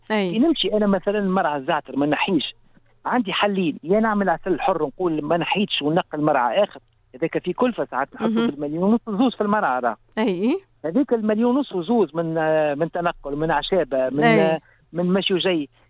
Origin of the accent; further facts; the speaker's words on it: Tunisia; اللي عندنا في تونس